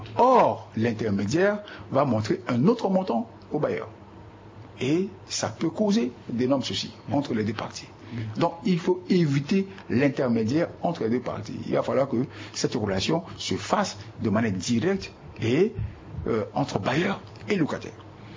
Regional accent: Central African Republic; chez nous, en République centrafricaine

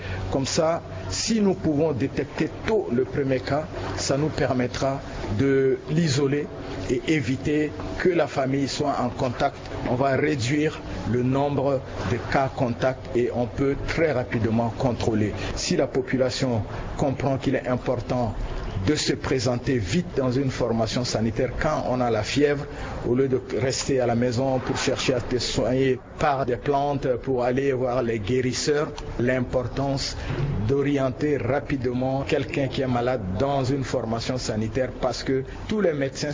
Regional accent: Central African Republic; chez nous en République centrafricaine

